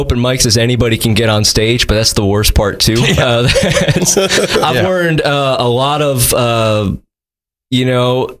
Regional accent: Detroit, Michigan, United States; I am from Detroit, though, so I just got to remind myself not to swear, and I can make any of my stuff clean.

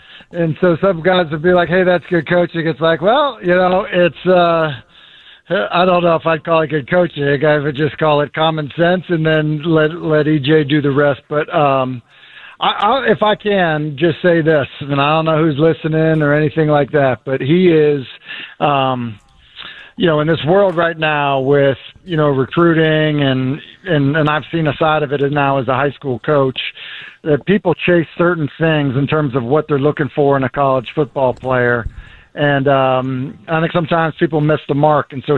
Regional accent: Massachusetts, United States; I grew up in Massachusetts, not a real big state.

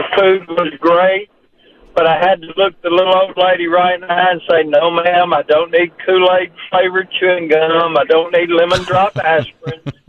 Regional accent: Nashville, Tennessee, United States; Do you want a little insight in … growing up in West Nashville?

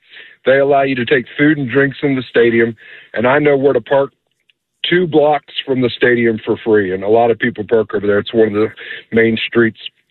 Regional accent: Washington, District of Columbia, United States; And my hometown Wizards, who I first worked for when I got out of college

